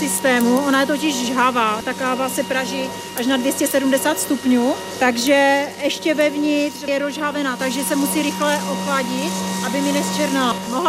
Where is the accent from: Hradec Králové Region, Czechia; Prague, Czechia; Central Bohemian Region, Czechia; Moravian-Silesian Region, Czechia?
Moravian-Silesian Region, Czechia; Karviná; born there; Doma jsme mluvili česky tím, že jsme se narodili v Karviné, kde jsme až tak neslychali ten jazyk po našemu.